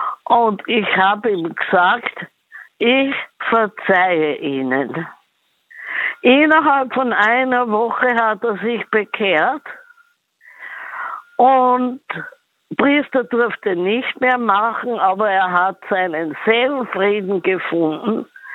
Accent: Upper Austria, Austria; now in Vienna, Austria; ich bin geboren in Oberösterreich und aufgewachsen

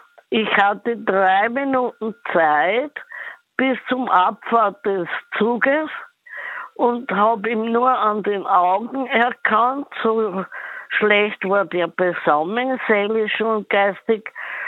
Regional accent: Upper Austria, Austria; now in Vienna, Austria; Ja, ich bin geboren in Oberösterreich und aufgewachsen

